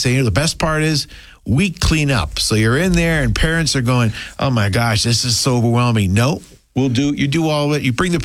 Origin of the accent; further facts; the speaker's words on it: Boston, Massachusetts, United States; I am from Boston originally. It's just an added perk.